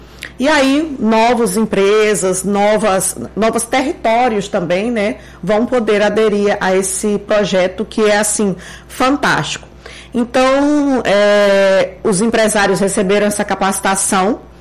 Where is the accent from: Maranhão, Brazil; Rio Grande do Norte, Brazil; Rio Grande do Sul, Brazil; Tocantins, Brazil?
Tocantins, Brazil; eu também sou nortista, sou do Tocantins